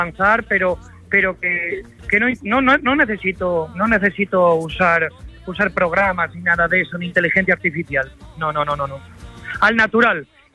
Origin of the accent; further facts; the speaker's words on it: Asturias, Spain; Soy un asturiano enamorado de la copla. No soy del sur, ni soy poeta, ni en mis raíces hay sangre flamenca